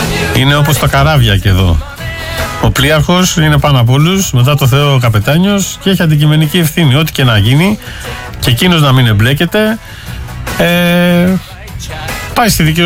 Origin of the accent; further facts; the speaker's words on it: Ionian Islands, Greece; Τώρα άκουσα από σένα για τη φωτιά στο νησί μου. Είναι από την πλευρά του Πόρου, το δεύτερο λιμάνι εκεί κοντά.